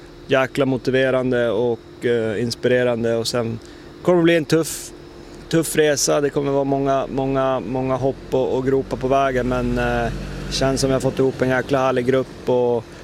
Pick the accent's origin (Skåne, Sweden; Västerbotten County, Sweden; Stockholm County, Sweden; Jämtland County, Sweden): Västerbotten County, Sweden; Umeå; jag, Axel och Marcus Björk, vi är uppvuxna här på Teg, vi är, ja, men lövare sen vi föddes